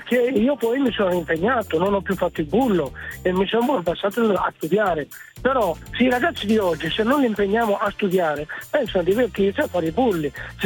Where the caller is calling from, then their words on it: Milan, Lombardy, Italy; Io chiamo da Milano.